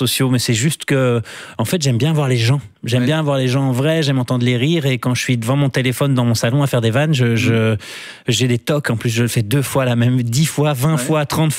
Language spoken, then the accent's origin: French; Brussels, Belgium; Moi, je suis bruxellois